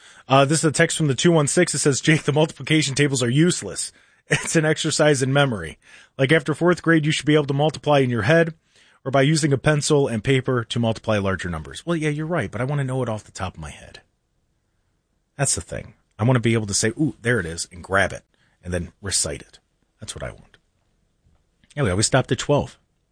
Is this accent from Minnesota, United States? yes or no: no; Ohio, United States; We're all from Ohio for the most part